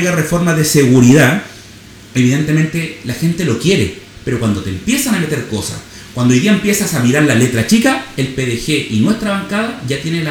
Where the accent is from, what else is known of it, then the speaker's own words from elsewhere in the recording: Antofagasta, Chile; Primero soy antofagastino, soy de la región de Antofagasta